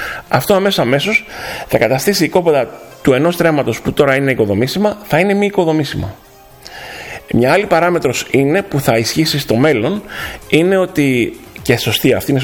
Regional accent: Zakynthos, Ionian Islands, Greece

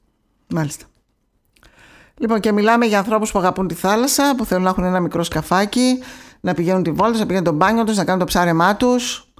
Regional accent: Corfu, Ionian Islands, Greece; born there; ιδιαίτερα εδώ στην Κέρκυρα που είμαστε και νησί βέβαια

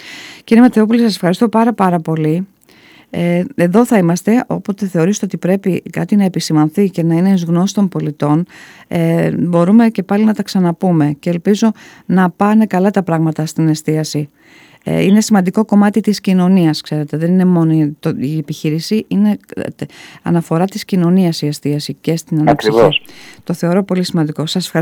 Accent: Greece; Αλλά νομίζω ότι και ως Έλληνες το θέλουμε αυτό.

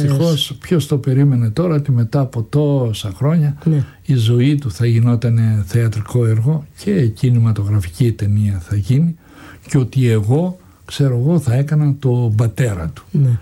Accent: Anogeia, Crete, Greece; να παίξω στο χωριό μου και να κάνω και τον πιο εμβληματικό ήρωα του χωριού που μεγαλούργησε … που τον έζησα, τον πατέρα του, τον έζησα. Όλη αυτή η παρέα που έκανε, τους έζησα. Να πάω τώρα ξαφνικά στα Νόγια

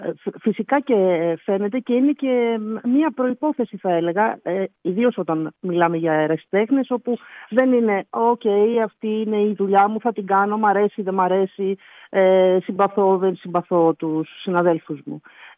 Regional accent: Athens, Attica, Greece; now in Eleftheroupoli, Greece; Εγώ επειδή τυχαίνει και είμαι από την Αθήνα

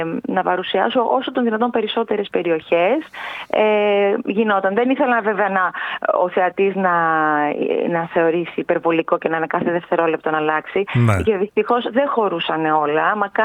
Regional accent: Samos, North Aegean, Greece

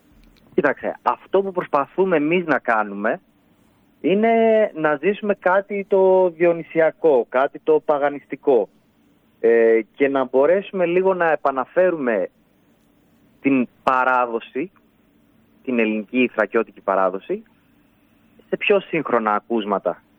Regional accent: Alexandroupoli, Eastern Macedonia and Thrace, Greece; Εγώ είμαι από Αλεξανδρούπολη.

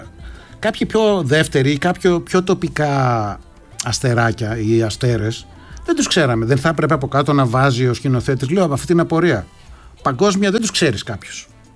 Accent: Greece; και όχι εμείς εδώ σαν Έλληνες.

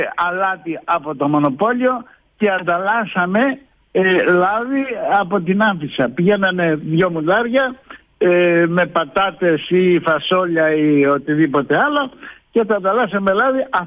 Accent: Vargeni, Greece; moved away; also born or lived in United States; εγώ γεννήθηκα στη Βάργενη, τέλειωσα το δημοτικό σχολείο της Βάργενης

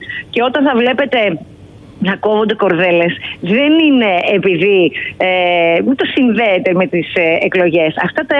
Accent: Grevena, Western Macedonia, Greece

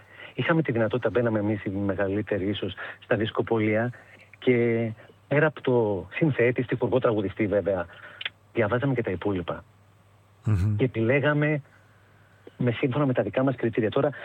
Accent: Arta, Epirus, Greece; now in Athens, Greece; Δεν είμαι από Κέρκυρα, είμαι από Άρτα.

